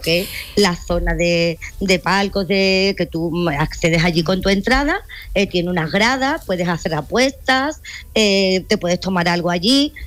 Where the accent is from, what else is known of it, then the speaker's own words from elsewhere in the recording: Seville, Andalusia, Spain; Bueno, perdona, yo soy de Sevilla.